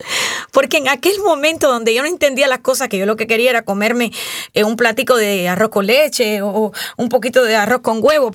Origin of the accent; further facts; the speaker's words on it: Cuba; Yo soy cubana, pero me quedé sin papá cuando tenía 10 años. Inmigró a los Estados Unidos y me quedé con una hermanita y una mamá.